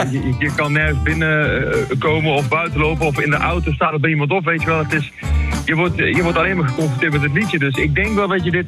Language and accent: Dutch; Oss, North Brabant, Netherlands; Nou, ik kom dan uit de Os, hè. Ja. Gezellige Brabant.